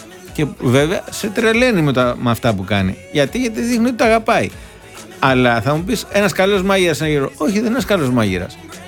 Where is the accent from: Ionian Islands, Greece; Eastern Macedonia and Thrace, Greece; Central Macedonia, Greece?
Ionian Islands, Greece; Corfu; Είμαι από Κέρκυρα και φέτος το Πάσχα ήμουν στην Κέρκυρα.